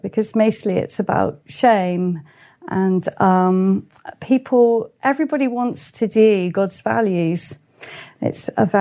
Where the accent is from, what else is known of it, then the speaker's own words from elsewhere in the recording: Worthing, South East England, United Kingdom; And there was an offer of a job in a place that no one else would want, but Worthing was my hometown.